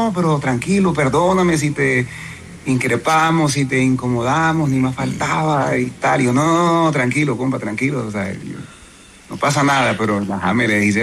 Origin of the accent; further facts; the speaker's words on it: Maicao, La Guajira, Colombia; En pleno funeral de mi papá, en mi pueblo, Maicao.